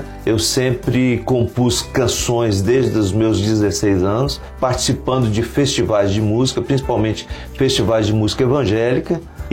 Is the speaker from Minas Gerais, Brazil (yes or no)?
yes; Teófilo Otoni, Minas Gerais, Brazil; Eu sou do nordeste de Minas, eu sou natural de Teófilo Otoni.